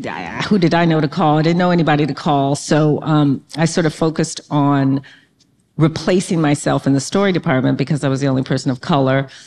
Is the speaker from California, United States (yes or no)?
yes; Inglewood, California, United States; I grew up in Inglewood.